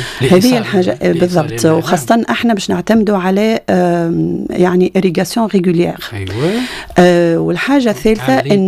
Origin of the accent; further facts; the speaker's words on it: Tunisia; احنا توا في تونس